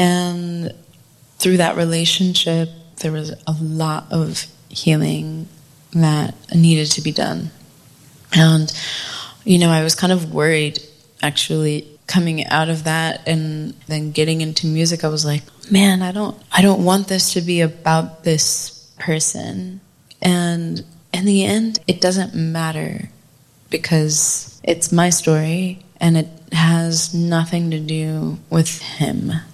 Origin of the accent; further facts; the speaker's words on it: the South, United States; growing up in the South, my mom being white, my dad being Black, and growing up interracial